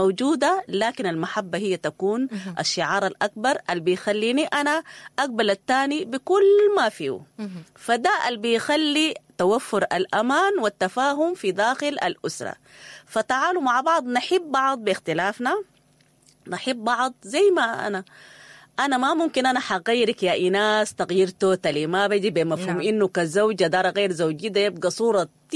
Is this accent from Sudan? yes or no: yes; Sudan; لما نرجع بلدنا السودان لو إحنا بعيدنا منه.